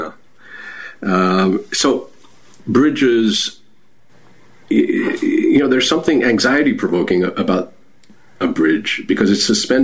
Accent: Rome, Lazio, Italy; And in fact, in our city where we grew up in Rome, there is a bridge of Ponte Milvio

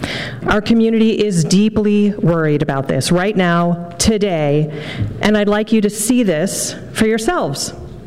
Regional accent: Palo Alto, California, United States; I grew up in Palo Alto, attending K through 12 here, and my parents still live in the same house where I grew up.

